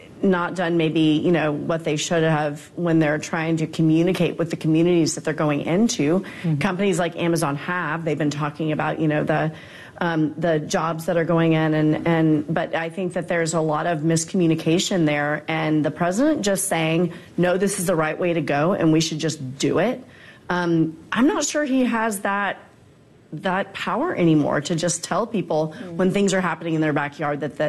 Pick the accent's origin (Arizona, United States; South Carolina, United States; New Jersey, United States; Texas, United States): Texas, United States; But like, I'm from Texas, and my mom is calling me and asking about water issues in Texas.